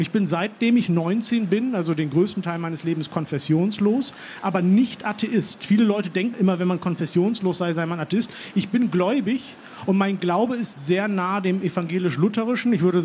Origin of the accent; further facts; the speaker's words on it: Hollern-Twielenfleet, Lower Saxony, Germany; ist also auch gebürtig Muslimin, schiitisch. Und meine Eltern sind in den 80er Jahren in diesem kleinen Dorf Hollern-Twielenfleet, in dem ich groß geworden bin, das sehr evangelisch-lutherisch ist, konvertiert.